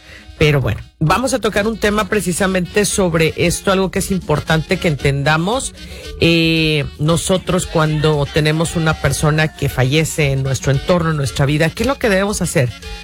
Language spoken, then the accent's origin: Spanish; Mexico; moved away; En el caso de nosotros como mexicanos